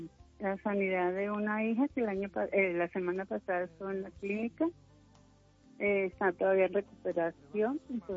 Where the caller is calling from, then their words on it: Bogotá, Colombia; Danielita, buenas tardes. Acá en Bogotá.